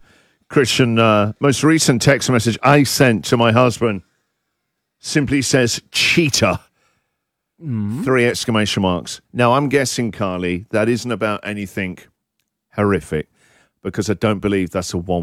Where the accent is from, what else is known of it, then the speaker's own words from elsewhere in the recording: England, United Kingdom; now in Australia; And she's and I said, yeah, we've got quite a few in England, you know, called barn owls and tawny owls.